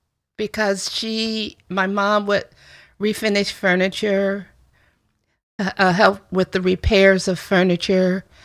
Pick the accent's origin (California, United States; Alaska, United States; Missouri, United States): California, United States; San Francisco Bay Area; It's here in my hometown.